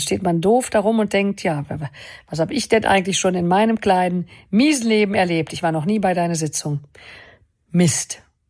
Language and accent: German; Cologne, North Rhine-Westphalia, Germany; weil es peinlich ist, wenn einen irgendjemand fragt und man sagen muss, dass man noch nicht da war. Als Kölner.